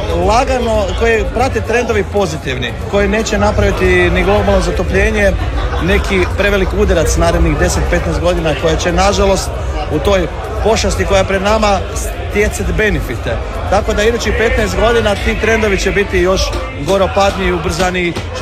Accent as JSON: {"language": "Croatian", "town": "Opatija", "region": "Primorje-Gorski Kotar County", "country": "Croatia", "said": "Dolazim iz Kvarnera, iz Opatije, ali radim u Istri"}